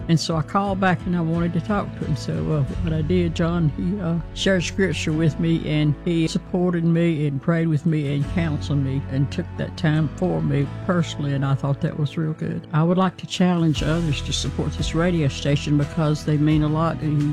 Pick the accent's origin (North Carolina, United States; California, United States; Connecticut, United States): North Carolina, United States; Randleman